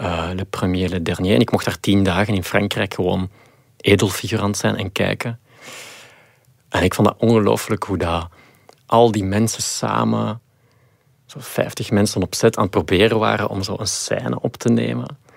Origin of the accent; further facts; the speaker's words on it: Flanders, Belgium; Ja, ik denk ook dat wij als Belgen gewoon heel goed zijn in die verhalen vertellen.